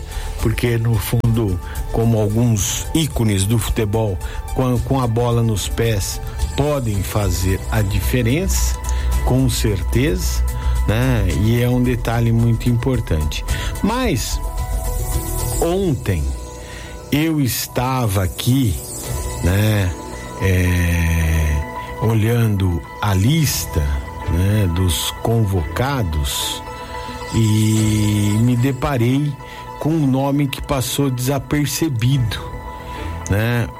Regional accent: Brazil; somos brasileiros acima de tudo.

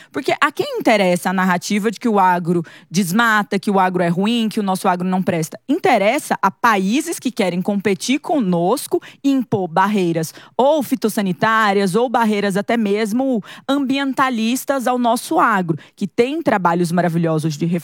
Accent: Brazil; sendo brasileiro

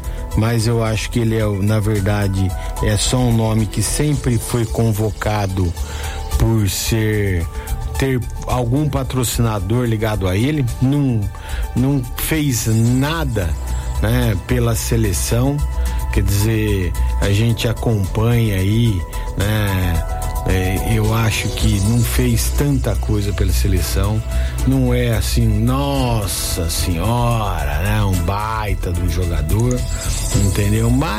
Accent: Brazil; vamos torcer para o Brasil, porque somos brasileiros acima de tudo.

